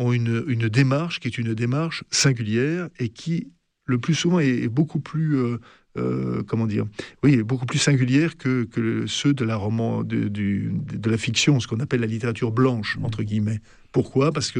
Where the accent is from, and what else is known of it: Étretat, Normandy, France; born or raised there; moved away